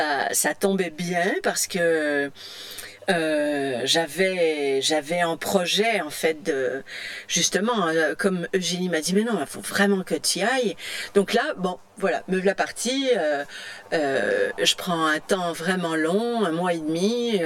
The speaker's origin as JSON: {"language": "French", "area": "Bellechasse", "region": "Quebec", "country": "Canada", "moved": "yes", "said": "ben, moi, je suis de Bellechasse."}